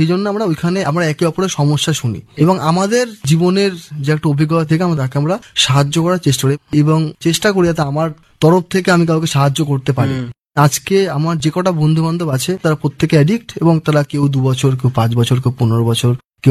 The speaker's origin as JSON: {"language": "Bangla", "town": "Shyamnagar", "region": "West Bengal", "country": "India", "said": "আমার বাড়ি শ্যামনগর, আমার কলকাতাতেও এক আত্মীয়ের বাড়ি আছে।"}